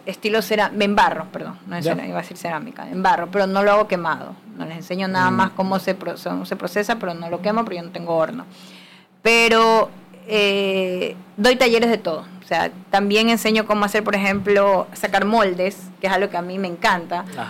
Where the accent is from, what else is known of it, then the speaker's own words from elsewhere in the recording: Milagro, Guayas, Ecuador; yo soy de Milagro, de la ciudad de Milagro, donde es el lugar de las plantas, digo yo.